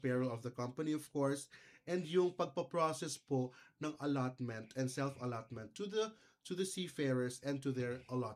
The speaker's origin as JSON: {"language": "Tagalog", "town": "Panaon", "region": "Northern Mindanao", "country": "Philippines", "tie": "born or raised there", "said": "Originally from Panaon, Misamis Occidental."}